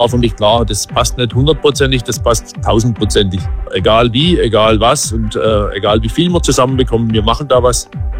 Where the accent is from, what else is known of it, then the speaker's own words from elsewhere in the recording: Sarntal, Trentino-Alto Adige, Italy; now in Stuttgart, Germany; Aus einem kleinen Hof, hoch weit oben in den Sandhaler Bergen, da stamme ich raus